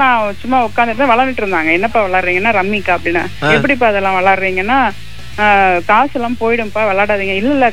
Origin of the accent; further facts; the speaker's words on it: Tamil Nadu, India; moved away; என்னோட சொந்த ஊர் வந்து நாமக்கல் பக்கம் ஒரு கிராமம் தான்.